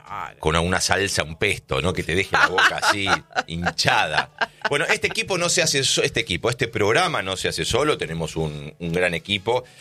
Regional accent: Argentina; Amo a mi país. Soy, como dijo Pochettino, 200, 300% argentino.

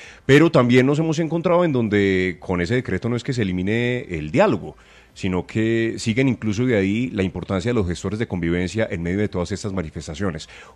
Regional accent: Colombia; como colombianos tenemos el derecho de salir y la necesidad.

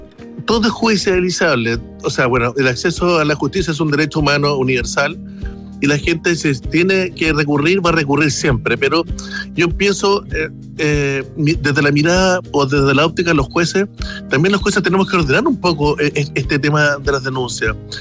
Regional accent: Chile; nosotros como chilenos, y me voy a incluir

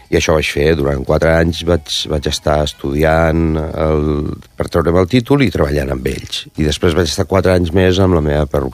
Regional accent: Alcoy, Valencian Community, Spain; unes titelles que es fan al meu poble, al Coi, al Nadal

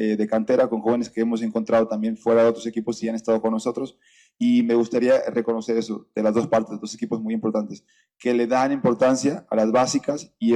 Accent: Mexico; hoy creo que estamos orgullosos todos como mexicanos ver lo que ha hecho Guadalajara.

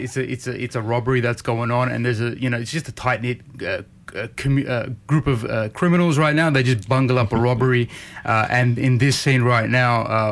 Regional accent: Ryde, New South Wales, Australia; Yeah, very proud to be Armenian. And I grew up here in Ryde. And actually, you know, from my memories, the Italians and Armenians were like the dominant ethnicities here.

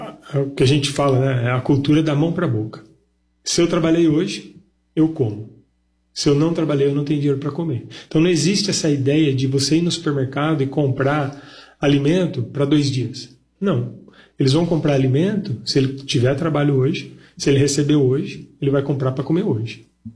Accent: Brazil; Eu, como um bom brasileiro, um bom apreciador de café, né

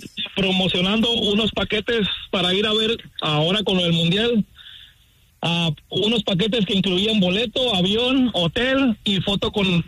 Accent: Mexicali, Baja California, Mexico; now in Phoenix, United States; Del Merito Mexicali, compa.

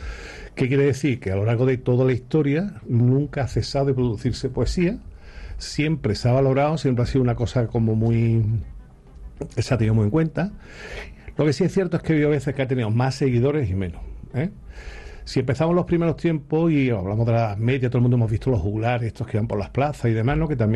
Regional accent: Andalusia, Spain; Nosotros, como andaluces que somos y donde vivimos, tenemos la suerte de que nuestra tierra ha sido una tierra de grandes poetas.

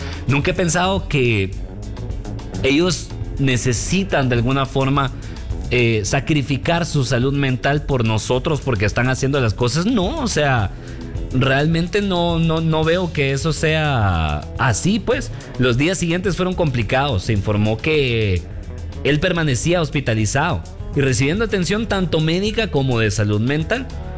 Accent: Guatemala; soy guatemalteco

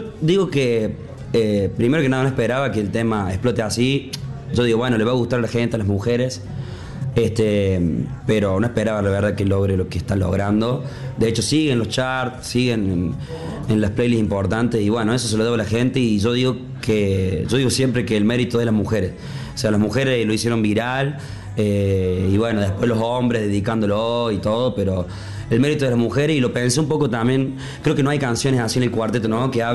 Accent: Córdoba, Argentina; como cordobés, me quedo con la versión cuarteto.

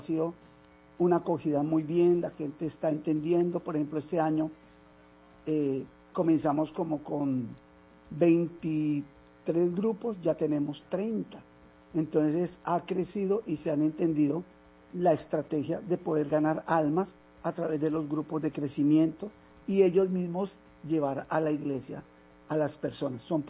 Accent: Bogotá, Colombia

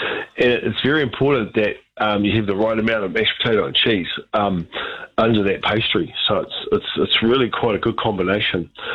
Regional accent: Invercargill, Southland, New Zealand; I've had a couple of Southland cheese rolls in my life growing up in Invercargill

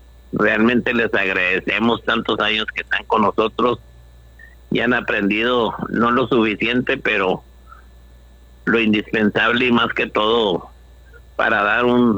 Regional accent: Delicias, Chihuahua, Mexico; born or raised there

